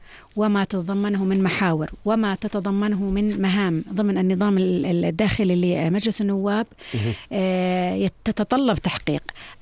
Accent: Jordan; نحن كأردنيين يشدنا ويهمنا جدا كل ما يتعلق بالوطن والوطنية.

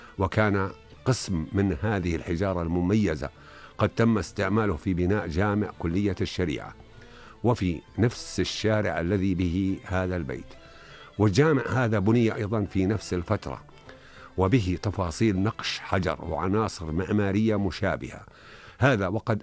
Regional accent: Jordan; صباح الخير يا أردن، صباح النور أيها الحمى الهاشمي الذي نشأنا على تربته وإليه نعود

